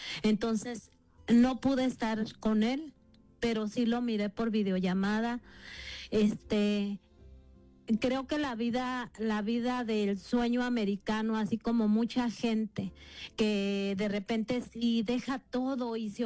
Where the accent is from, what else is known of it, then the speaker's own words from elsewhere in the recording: Mexico; moved away as an adult; now in United States; estar separada de mi México, estar separada de mi gente, claro que fue un dolor muy fuerte. Fue una cosa, porque no tengo a nadie de mi familia aquí, soy la única hija que está aquí